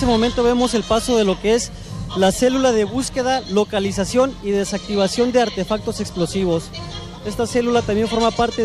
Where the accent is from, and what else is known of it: Mexico